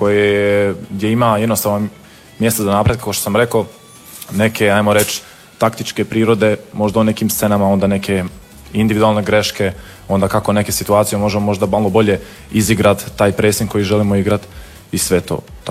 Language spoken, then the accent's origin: Croatian; Germany; Ja sam odrastao u Njemačkoj, kod nas se kod kuće uvijek pričao hrvatski